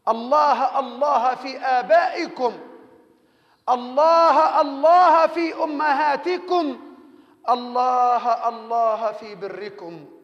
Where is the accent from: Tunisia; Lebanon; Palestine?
Tunisia; نسألك اللهم أن تجعل بلدنا تونس أمنا وأمانا، سلما وسلاما وإسلاما، سخاء رخاء.